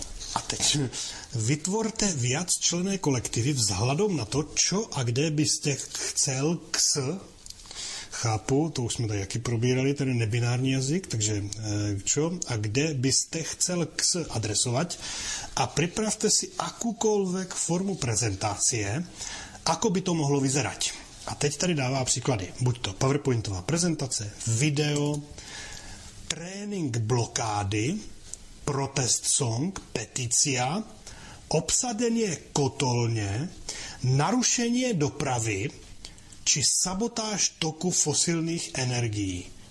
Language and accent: Czech; Prague, Czechia; My, co jsme z Prahy